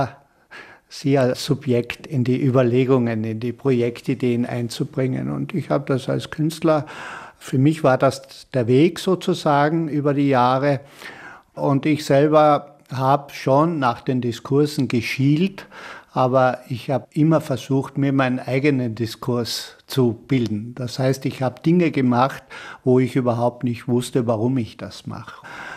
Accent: Kötschach-Mauthen, Carinthia, Austria; dass ich in Kötschaub-Mauthen in Kärnten, wo ich herkomme, der Erbe meiner Tante bin.

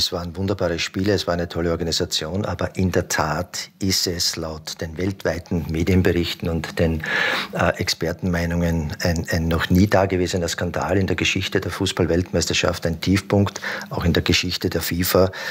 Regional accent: Burgenland, Austria; auch im Burgenland beispielsweise, wo ich her bin.

